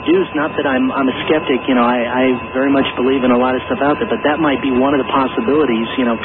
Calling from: Burbank, California, United States; I'm calling from Burbank

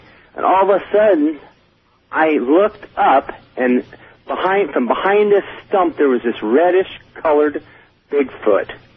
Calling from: Darrington, Washington, United States; I'm calling from Darrington, Washington.

